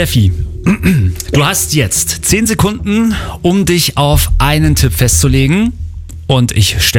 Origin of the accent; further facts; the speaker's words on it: East Germany, Germany; Ich komme aus dem Osten